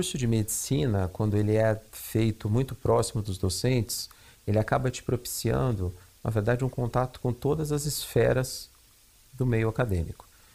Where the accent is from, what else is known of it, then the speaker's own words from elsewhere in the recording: São Paulo, Brazil; moved away as an adult; also born or lived in Botucatu; eu nasci aqui em São Paulo e estudei bastante em alguns colégios tradicionais aqui da capital.